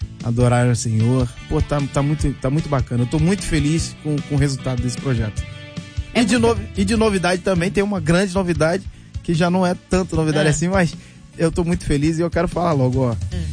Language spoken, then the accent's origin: Portuguese; Teresópolis, Rio de Janeiro, Brazil; Eu quero chamar até o meu povo da minha terra natal, né? Eu quero chamar o povo todinho de Teresópolis.